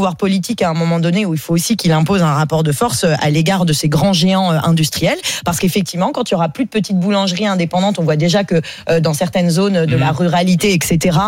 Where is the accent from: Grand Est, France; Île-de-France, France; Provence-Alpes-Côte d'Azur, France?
Île-de-France, France; Paris; Donc moi je suis parisienne aussi.